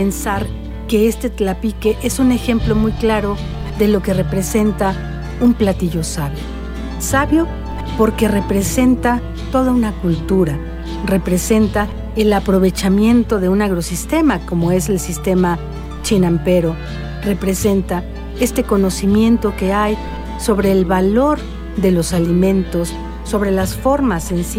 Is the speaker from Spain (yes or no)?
no; Mexico City, Mexico; Yo vengo de Xochimilco y soy cocinera chinampera